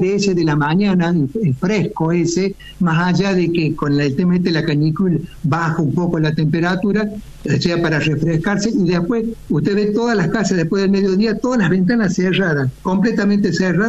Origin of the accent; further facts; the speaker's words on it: Córdoba, Argentina; now in France; Yo sigo siendo cordobés hasta que me muera. Pienso volver a Córdoba, voy a ir allá a la villa.